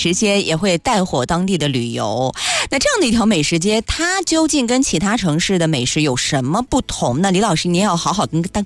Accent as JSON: {"language": "Chinese", "region": "Shandong", "country": "China", "said": "因为我老家是山东的"}